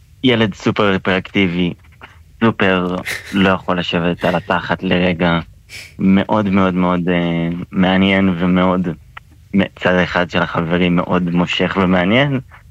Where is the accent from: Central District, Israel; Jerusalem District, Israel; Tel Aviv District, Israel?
Tel Aviv District, Israel; Tel Aviv; born there; שנה אחר כך כבר עברנו לאותו בית ספר, גדלנו יחד בעירוני ד', היינו ביחד בכיתה